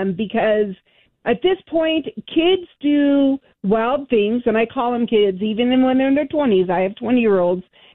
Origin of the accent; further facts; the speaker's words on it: California, United States; now in Colorado, United States; I grew up in California